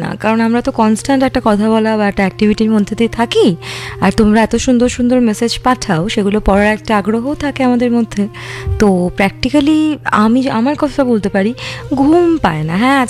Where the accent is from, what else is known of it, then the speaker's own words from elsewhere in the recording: Belgharia, West Bengal, India; যেহেতু আমার বাড়ি বেলঘড়িয়ায় আর আমার কলেজটি ছিল একদম কলকাতার প্রাণকেন্দ্রে